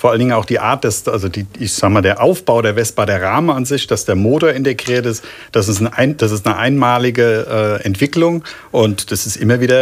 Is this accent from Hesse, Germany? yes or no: yes; Raunheim, Hesse, Germany; moved away as an adult; also born or lived in Rüsselsheim; now in Mainz, Germany; Ja, also ich bin in Rüsselsheim geboren, habe fast 30 Jahre in Raunheim gewohnt und dann hat mich die Liebe auf den Lerchenberg verschlagen.